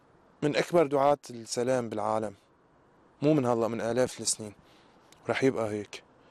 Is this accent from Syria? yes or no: yes; Syria; ووصل كل شيء بجواتي كوني شاب سوري. بس صدقوني، قد ما كانت الحياة حلوة بالغربة